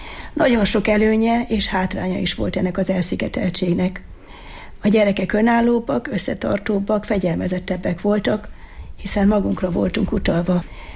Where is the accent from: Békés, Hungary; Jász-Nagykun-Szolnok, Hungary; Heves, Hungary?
Heves, Hungary; Tenk; 1986. szeptember 1-én kezdtem meg a pedagógusi pályámat szülőfalumban